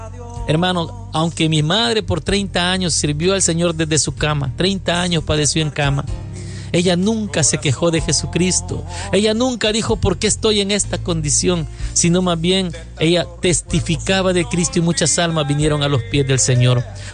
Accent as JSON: {"language": "Spanish", "country": "El Salvador", "moved": "yes", "lives_now": "United States", "said": "yo soy del Salvador, vivo aquí en Estados Unidos"}